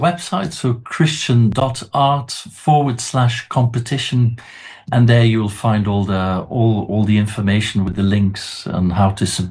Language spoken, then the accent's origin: English; Bruges, Flanders, Belgium; moved away as an adult; now in London, United Kingdom; So I grew up in Belgium, in Bruges, and then age 23, I came to London